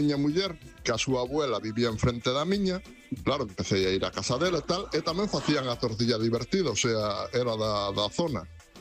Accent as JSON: {"language": "Galician", "town": "Vigo", "region": "Galicia", "country": "Spain", "said": "Bos días, equipo."}